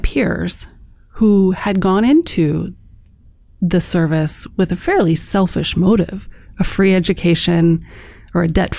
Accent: Chicago, Illinois, United States; I grew up in Chicago, mm-hmm. and I went to a boarding school. I went to the Illinois Math and Science Academy

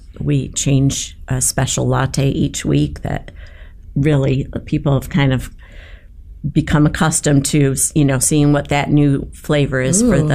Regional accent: Syracuse, New York, United States; We were both born and raised in the Valley of Syracuse. We went to the same schools, had a lot of the same friends

